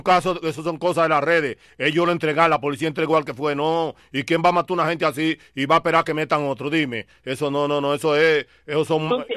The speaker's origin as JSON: {"language": "Spanish", "town": "Santo Domingo Oeste", "region": "Santo Domingo", "country": "Dominican Republic", "moved": "yes", "lives_now": "United States", "said": "En el barrio mío, en el barrio de Herrera, en Herrera, de donde yo soy."}